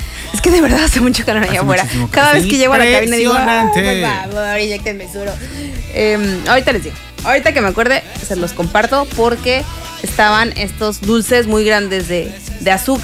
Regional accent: Morelia, Michoacán, Mexico; now in Cancún, Mexico; como yo crecí en Morelia

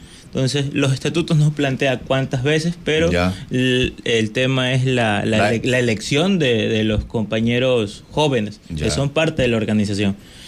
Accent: Guayaquil, Guayas, Ecuador; Yo soy de Guayaquil.

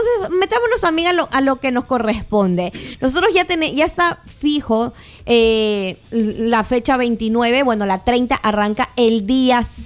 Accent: Ecuador; Voy a hablarlo así como ecuatoriana, ¿ya?

